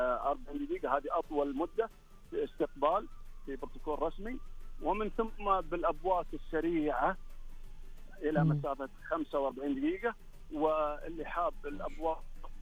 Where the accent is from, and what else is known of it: Saudi Arabia